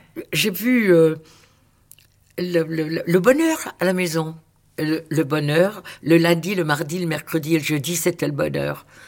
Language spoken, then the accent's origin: French; Pont-de-Nieppe, Hauts-de-France, France; born there; Au Pont-de-Nieppe.